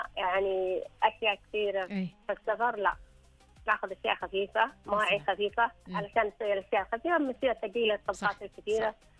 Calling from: Riyadh, Riyadh Province, Saudi Arabia

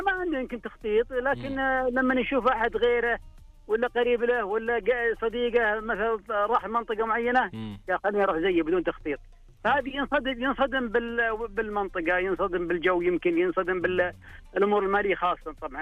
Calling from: Riyadh, Riyadh Province, Saudi Arabia; أنا كلمك حاليا من الرياض، بس كنت في جولة على المنطقة الجنوبية حوالي 22 يوم تقريبا.

